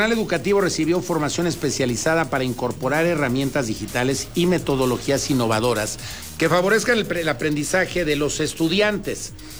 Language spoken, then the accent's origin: Spanish; Mexico; No, yo soy más mexicano que el Chile, oiga, muchas gracias. Digo, sí, mi abuelo en paz descanse era ruso, pero más mexicano que el Chile